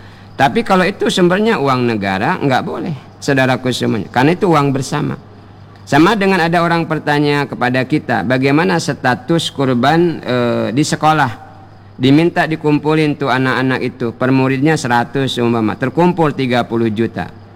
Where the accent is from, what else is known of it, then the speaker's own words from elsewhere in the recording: Bangka Belitung Islands, Indonesia; kata kita orang Bangka